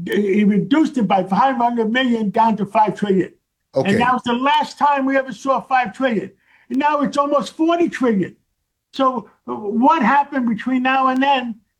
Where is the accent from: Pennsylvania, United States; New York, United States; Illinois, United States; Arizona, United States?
New York, United States; I grew up in Harlem on 135th Street, between Broadway and Amsterdam Avenue by City College, by Lewisohn Stadium up there. I went to PS 192, 137th Street. And in those days, we walked through Harlem all the time.